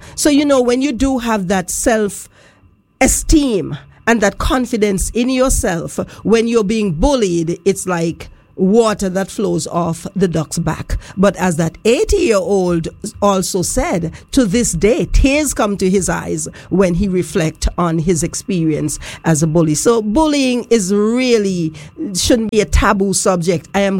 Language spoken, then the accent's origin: English; Harris', Montserrat; moved away; I can remember growing up in Harris's.